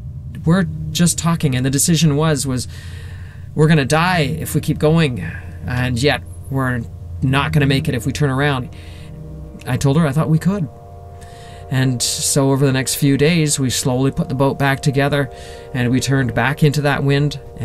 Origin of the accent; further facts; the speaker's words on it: Victoria, British Columbia, Canada; We could see the lights of Victoria. They're all spread out. I mean, that's it. That's my hometown.